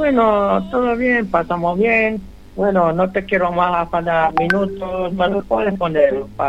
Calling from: Buenos Aires, Argentina; de Colegiales.

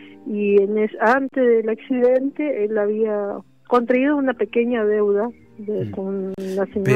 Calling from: Almirante Brown, Buenos Aires Province, Argentina; Soy de Almirante Brown.

